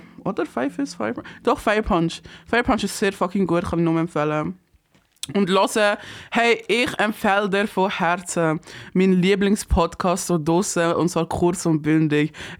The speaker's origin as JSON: {"language": "German", "region": "Tunceli Province", "country": "Turkey", "said": "als ein Kurdin, der nicht so viel von Kultur leider mitbekommen hat. Es ist sehr interesting, wenn sie über so, wie der eine ist vom gleichen Dorf, glaube ich, wie ich. Dersim, let's go, Dersim, up."}